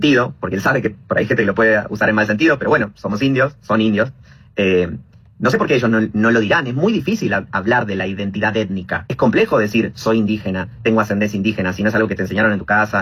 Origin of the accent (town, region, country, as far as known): Argentina